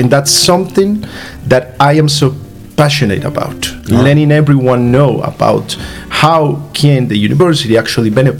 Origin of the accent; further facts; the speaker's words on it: Manizales, Caldas, Colombia; moved away as an adult; now in Medellín, Colombia; my hometown, Manizales